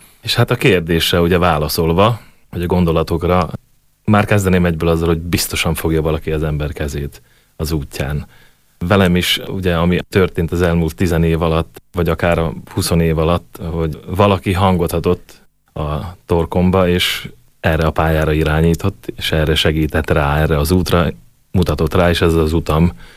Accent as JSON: {"language": "Hungarian", "town": "Kolárovo", "region": "Nitra Region", "country": "Slovakia", "tie": "born or raised there", "said": "Én a rockzenekarban énekeltem … Gútán, szülővárosomban"}